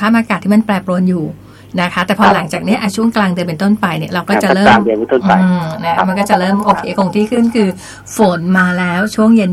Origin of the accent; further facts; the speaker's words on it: Southern Thailand, Thailand; คือดิฉันเป็นคนใต้ไงคะ